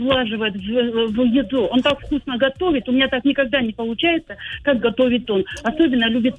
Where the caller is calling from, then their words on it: Cherepovets, Vologda Oblast, Russia; А Череповец.